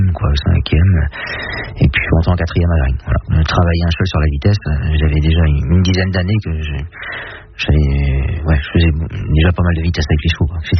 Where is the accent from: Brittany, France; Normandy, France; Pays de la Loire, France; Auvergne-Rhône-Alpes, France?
Normandy, France; Avranches; Bah, je suis né à Avranches déjà. Mmh. Hein, mes parents étaient de la Manche, donc j'ai passé toute mon enfance ici.